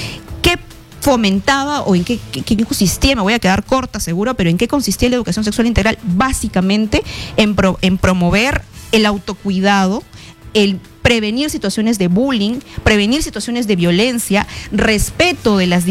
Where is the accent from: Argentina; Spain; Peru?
Peru